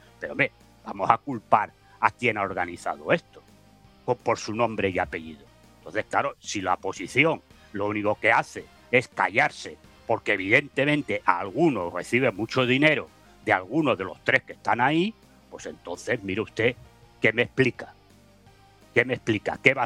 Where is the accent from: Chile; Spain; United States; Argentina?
Spain; Yo estoy hablando como un español, ciudadano español